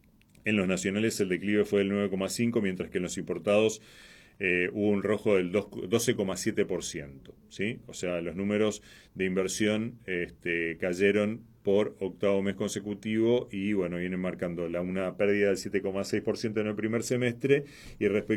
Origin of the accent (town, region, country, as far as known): Argentina